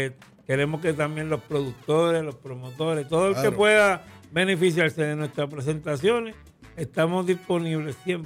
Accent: Puerto Rico; este gran país en el que yo me crié y nací, en Puerto Rico

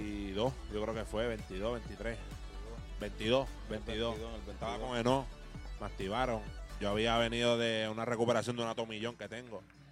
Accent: Cataño, Puerto Rico; Yo que soy de ahí, de Cataño, natural, yo quiero un campeonato para mi pueblo.

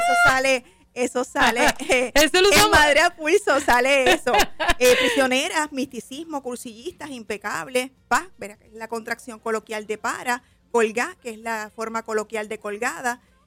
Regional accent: Mayagüez, Puerto Rico; now in Cupey, Puerto Rico; Yo soy de Mayagüez.

